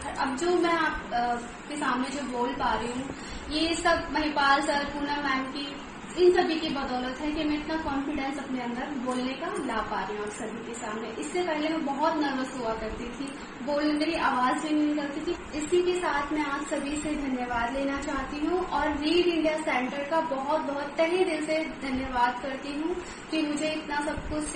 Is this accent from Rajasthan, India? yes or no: no; Delhi, India; नमस्कार दोस्तों … और मैं दिल्ली से हूँ।